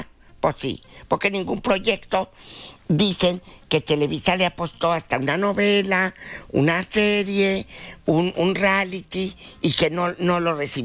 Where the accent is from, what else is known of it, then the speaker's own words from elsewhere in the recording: Mexico; Somos los mismos mexicanos en fregarnos.